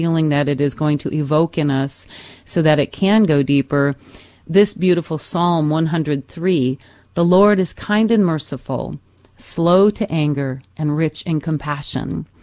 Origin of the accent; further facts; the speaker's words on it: Michigan, United States; Timothy and his family are from my home state of Michigan.